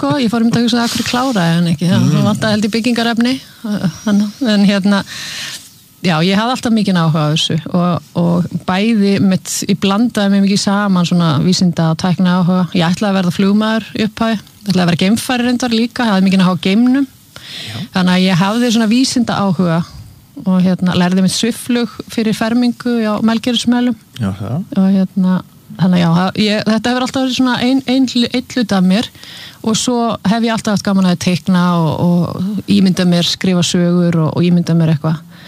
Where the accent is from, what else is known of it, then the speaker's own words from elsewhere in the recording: Húsavík, Northeastern Region, Iceland; Ég er frá Húsavík Fóreldra mín er frá Akureyri og Húsavík